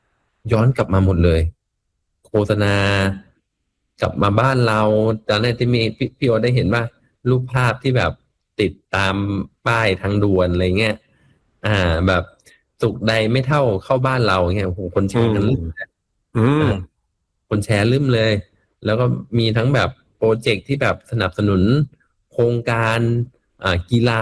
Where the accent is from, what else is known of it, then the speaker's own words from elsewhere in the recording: Bangkok, Thailand; ผู้ว่าชาติชาตินี่คือผมก็จะอวยก็อวยแหละเพราะเราคนกรุงเทพเนาะเราเห็นความเปลี่ยนแปลงในกรุงเทพแบบค่อนข้างเยอะ